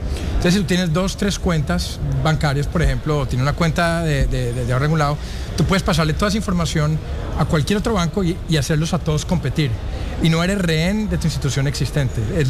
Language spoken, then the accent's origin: Spanish; Colombia; yo soy colombiano, entonces mi corazón está en Colombia